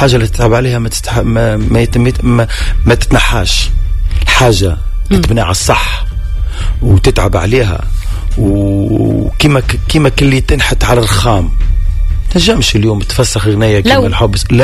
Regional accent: Tunisia; انا كفنان تونسي

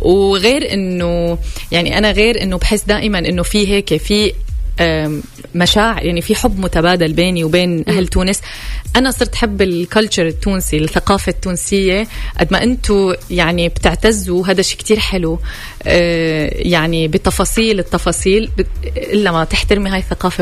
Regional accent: Syria; مش أنه أنا يعني أنا سورية عم غني تونسي لا أنه أنا كأني تونسية عم غني تونسي

